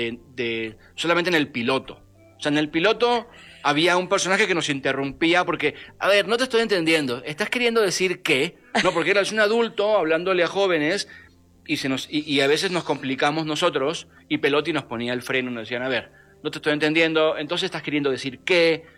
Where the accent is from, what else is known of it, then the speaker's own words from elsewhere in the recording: Argentina; Yo soy argentino, pero me río mucho de los argentinos.